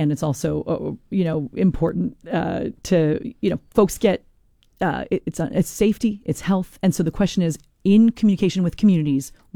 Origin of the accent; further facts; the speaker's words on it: Newbury, Vermont, United States; I grew up in Newbury, Vermont on a dirt road because my family thought it's the best place in the world to raise kids.